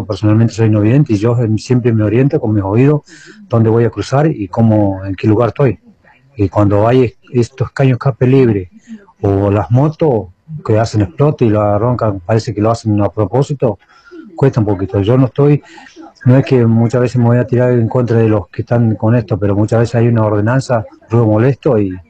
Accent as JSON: {"language": "Spanish", "country": "Argentina", "said": "Y eso para mí como argentino me alegra mucho"}